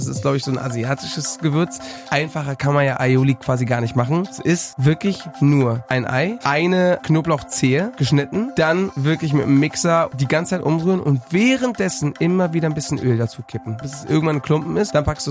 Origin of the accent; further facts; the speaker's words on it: Spain; ich komme aus Spanien, liebe Aioli über alles.